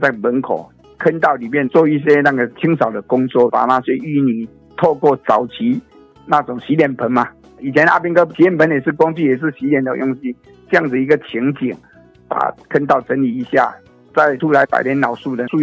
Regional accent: Kinmen County, Taiwan; born or raised there

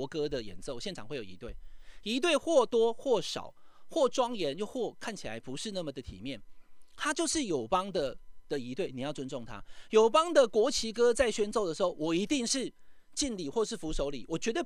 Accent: Taiwan; 我们台湾人

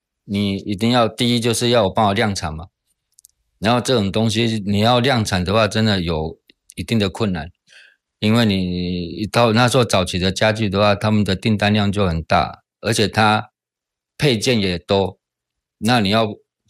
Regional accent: Taiwan; 我们台湾人其实就是去那边就当台干嘛

